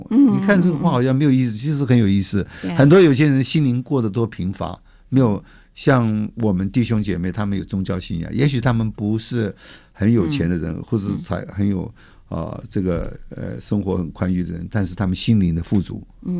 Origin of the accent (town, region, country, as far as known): China